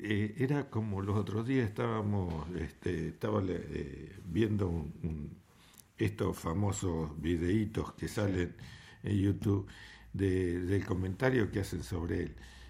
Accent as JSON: {"language": "Spanish", "town": "Paraná", "region": "Entre Ríos", "country": "Argentina", "tie": "born or raised there", "said": "cuando era chico, mira, en Paraná teníamos un vecino"}